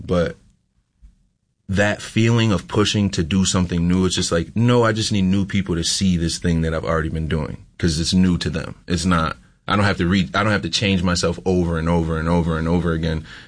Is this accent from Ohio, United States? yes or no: no; Spencerport, New York, United States; born or raised there; also born or lived in Rochester, New York